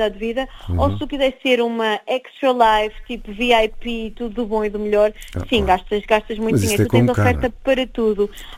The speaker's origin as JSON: {"language": "Portuguese", "country": "Portugal", "lives_now": "Qatar", "said": "Eu sou portuguesa, nós somos portugueses, nós gostamos de comer bem"}